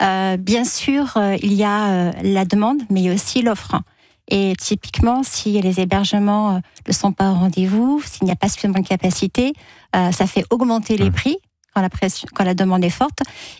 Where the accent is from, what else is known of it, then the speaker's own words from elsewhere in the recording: Brittany, France; je suis bretonne, donc les Bretons ne m'en voudront pas.